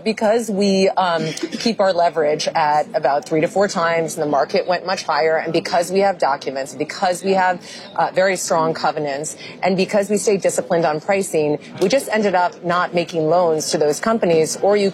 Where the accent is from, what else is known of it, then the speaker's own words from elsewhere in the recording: Los Angeles, California, United States; Welcome to my hometown of Los Angeles.